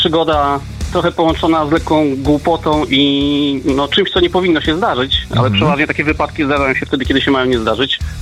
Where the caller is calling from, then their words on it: Warsaw, Masovian Voivodeship, Poland; Jestem z Warszawy.